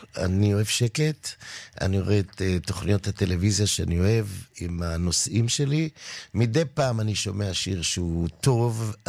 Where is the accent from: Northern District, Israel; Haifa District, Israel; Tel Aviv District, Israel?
Tel Aviv District, Israel; Givatayim; אני גדלתי עם ראש אחר לחלוטין, ואהבתי את הכרם, איפה שהסבתא שלי והבני דודים שלי, וכמובן גבעתיים, שהייתה העיר מדהימה לגדול בה.